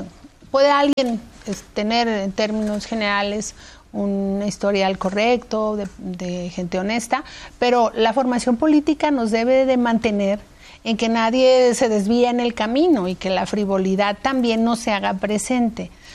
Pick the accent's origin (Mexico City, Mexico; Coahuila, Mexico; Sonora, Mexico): Mexico City, Mexico; Iztapalapa; Yo les digo que soy de Iztapalapa para el mundo. Y después la vida me llevó a vivir cerca de la universidad, de la UNAM, y por eso hice mi vida política en Coyoacán.